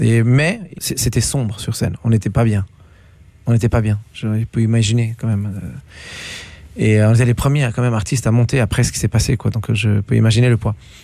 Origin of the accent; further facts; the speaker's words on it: Lebanon; un des plus grands moments symboliques de ma vie en tant que Français et en tant que Libanais.